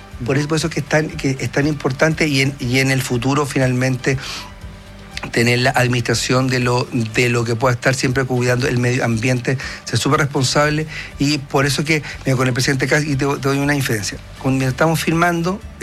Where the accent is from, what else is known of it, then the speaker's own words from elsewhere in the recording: Punta Arenas, Magallanes and Chilean Antarctica, Chile; somos de Punta Arenas.